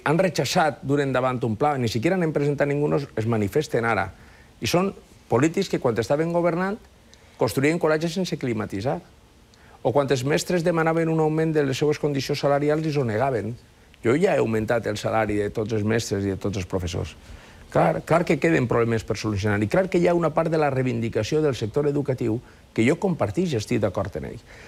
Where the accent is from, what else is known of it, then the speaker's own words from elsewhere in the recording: Valencian Community, Spain; Jo, com a valencià, crec que tots els valencians són gent molt hospitalària, que són gent molt alegre